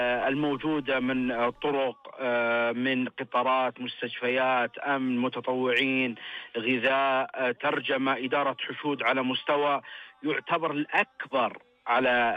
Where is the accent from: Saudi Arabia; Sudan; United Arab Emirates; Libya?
Saudi Arabia